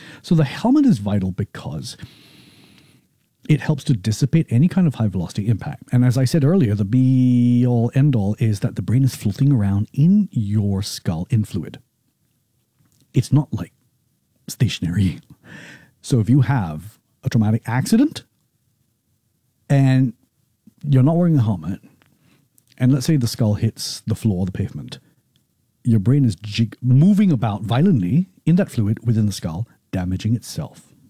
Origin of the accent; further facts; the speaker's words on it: Singapore; Gentlemen, if you, like me, born and raised in Singapore, multi-generations, you all went through army